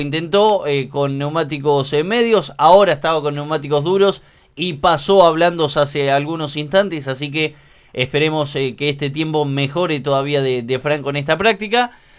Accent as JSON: {"language": "Spanish", "country": "Argentina"}